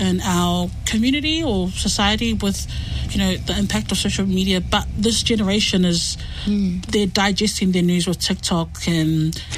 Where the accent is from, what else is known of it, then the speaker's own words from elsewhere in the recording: New Zealand; the lived experience of me as a Pacific woman or growing up in New Zealand